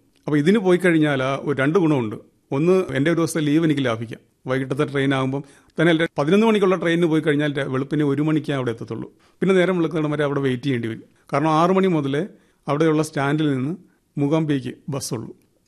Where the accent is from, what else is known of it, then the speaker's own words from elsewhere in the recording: Evoor, Kerala, India; എന്റെ സ്വദേശം ഏവൂരാണ്. കായംകുളത്തിന് 7 കിലോമീറ്റർ വടക്കുമാറിയാണ് സ്ഥലം.